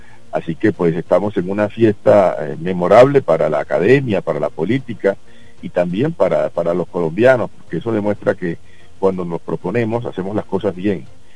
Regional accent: Colombia; Yo creo que Colombia, independientemente de que nosotros somos muy críticos, cuando uno lo ve desde fuera, es un país que cada vez va a mejor.

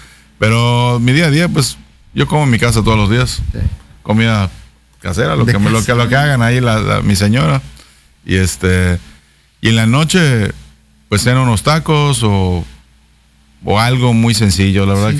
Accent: Yucatán, Mexico; me enorgullezco de como yucateco, de dónde estoy

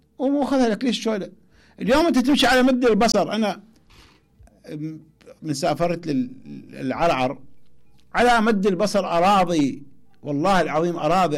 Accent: Iraq; كانت مكابس التمور عندنا بالعراق

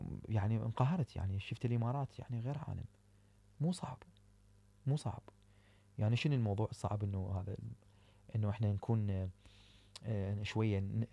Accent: Iraq

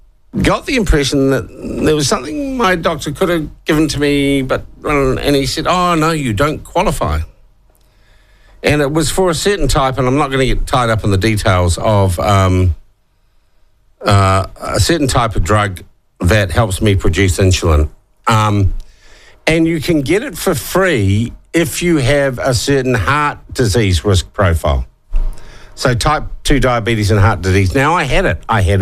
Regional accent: New Zealand

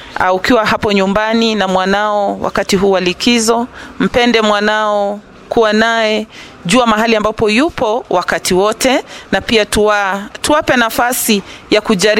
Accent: Kenya; mahali ambapo tunatoka, maeneo ya Munyuki

